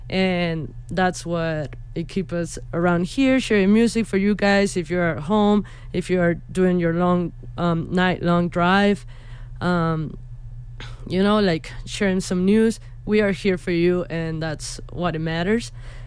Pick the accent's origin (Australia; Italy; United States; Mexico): Mexico; Tijuana, Baja California; English is a second language; moved away; So as I shared earlier, I grew up in Tijuana, so English is my second language.